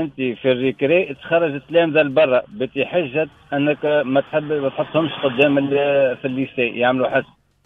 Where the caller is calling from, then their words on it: Sfax, Sfax Governorate, Tunisia; أنا نحكي معك من صفاقس